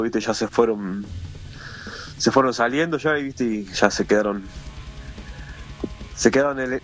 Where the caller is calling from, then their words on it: San Antonio, Central, Paraguay; Nosotros estamos con Yero en San Antonio.